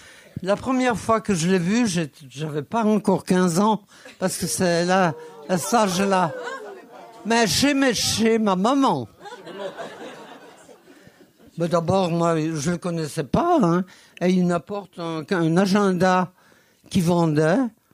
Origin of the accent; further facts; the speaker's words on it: Auvergne-Rhône-Alpes, France; J'étais jeune, mais j'étais la plus jeune savoyarde.